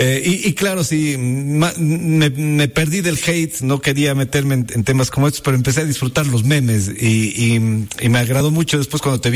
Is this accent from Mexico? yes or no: no; Ecuador; Eso nos pasa a nosotros como ecuatorianos